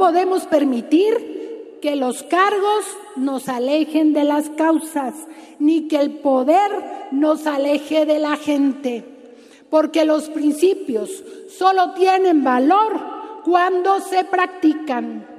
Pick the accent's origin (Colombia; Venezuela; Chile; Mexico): Mexico; Hoy más que nunca somos orgullosamente mexicanos.